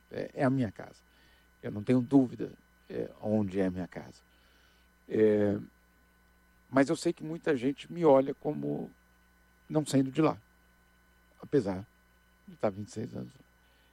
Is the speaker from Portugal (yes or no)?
no; Brazil; É, eu sei que eu sou brasileiro. Eu só tenho passaporte brasileiro. Então eu tenho certeza que eu sou brasileiro.